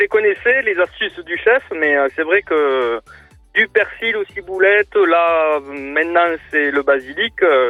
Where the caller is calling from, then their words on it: Occitanie, France; au nord du 82, voilà, mais je vois les Pyrénées de chez moi